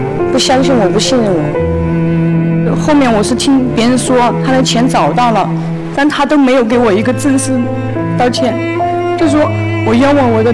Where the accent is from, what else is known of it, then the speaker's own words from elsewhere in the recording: Zunyi, Guizhou, China; 还放了我们遵义那边那个折耳根榄的那个辣椒水到了里面